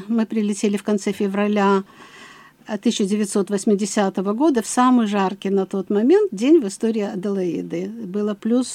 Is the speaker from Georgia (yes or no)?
yes; Sukhumi, Abkhazia, Georgia; moved away as an adult; also born or lived in Tbilisi; now in Australia; Я родилась в солнечном городе Сухуми, столице Абхазии. Училась тогда еще в новооткрытой школе номер 19, которая впоследствии носила имя космонавта Владимира Комарова.